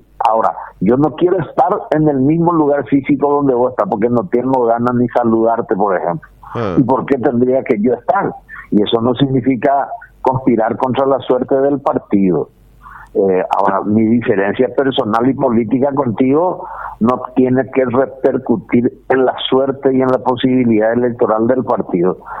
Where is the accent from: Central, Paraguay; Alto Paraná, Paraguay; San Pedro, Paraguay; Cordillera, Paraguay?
Cordillera, Paraguay; yo soy de Cordillera.